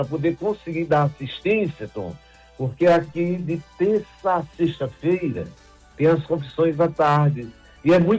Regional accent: Crato, Ceará, Brazil; Eu de origem, eu sou da Diocese do Crato.

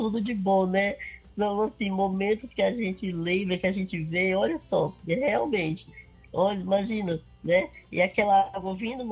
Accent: Ceará, Brazil; como agora eu queria estar na minha terrinha no Ceará?

